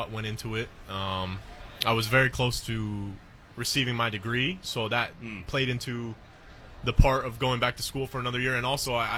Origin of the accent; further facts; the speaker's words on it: Michigan, United States; now in Indianapolis, United States; Yeah, no MLS team in Michigan yet.